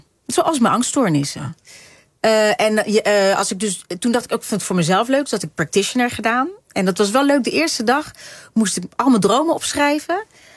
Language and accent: Dutch; The Hague, South Holland, Netherlands; Nee, ik kom uit Den Haag en daar zat ik in het rockcircuit.